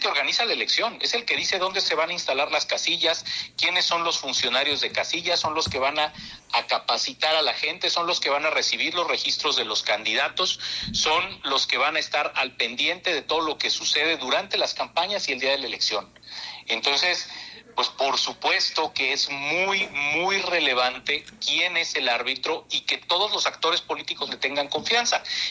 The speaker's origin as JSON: {"language": "Spanish", "country": "Mexico", "said": "al igual que todos los mexicanos estoy muy ilusionado"}